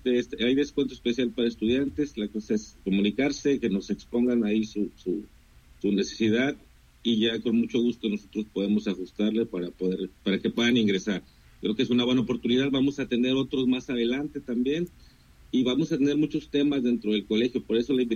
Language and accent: Spanish; Colima, Mexico; somos personas que hemos vivido por toda la vida y la mayoría nacimos aquí en Colima y conocemos nuestro entorno, nuestro territorio